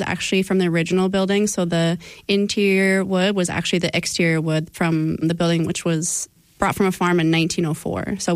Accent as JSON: {"language": "English", "region": "Washington", "country": "United States", "lives_now": "Fargo, United States", "said": "We were beer connoisseurs, and we came from Washington State, and we saw a gap in the industry that what Fargo had to offer. And so we brought cider to Fargo."}